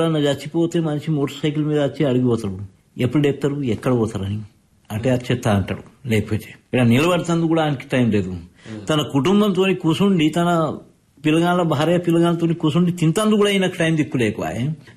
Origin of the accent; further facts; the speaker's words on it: Adilabad, Telangana, India; born there; నేనైతే ఈడే పుట్టిన, నేను పుట్టింది ఆదిలాబాద్లోనే. ఇక్కడ బ్రాహ్మణ వాళ్ళు కట్టుకో కిరాయికు ఉంటుంటే ఆడనే పుట్టినాం.